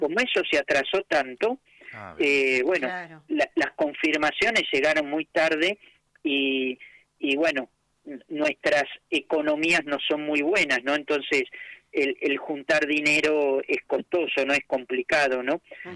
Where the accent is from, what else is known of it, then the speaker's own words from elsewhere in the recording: Argentina; a nosotros como Argentina